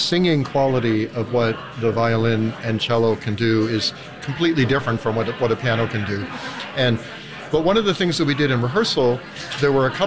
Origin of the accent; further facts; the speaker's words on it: Vancouver, British Columbia, Canada; Now, I grew up in Vancouver, so we listened to CBC radio, right?